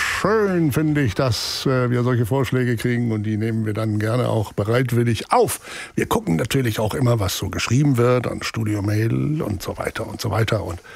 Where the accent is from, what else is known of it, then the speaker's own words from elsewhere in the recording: Lower Saxony, Germany; now in Hesse, Germany; der alte Niedersachse … der inzwischen schon länger Hesse ist als Niedersachse